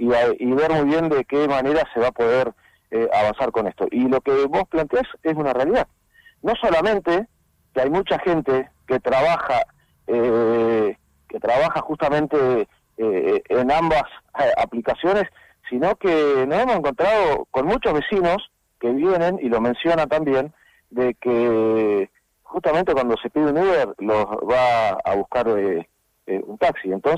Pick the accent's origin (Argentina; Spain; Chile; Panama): Argentina; Puerto Madryn, Chubut; como madrileños en algún momento queremos ser reconocidos por lo que nos corresponde, ¿no?